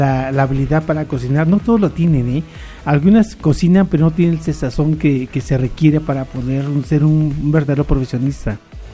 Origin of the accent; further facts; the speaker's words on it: Mexico City, Mexico; now in Apizaco, Mexico; soy originario de la Ciudad de México, pero uh-huh. Estamos radicando ahorita aquí en Apizaco.